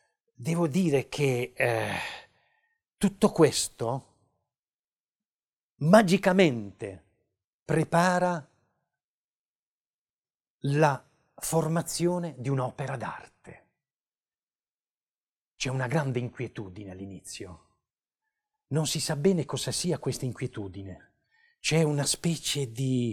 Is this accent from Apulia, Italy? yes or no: yes; Apulia, Italy; un sasso della mia terra, delle Murge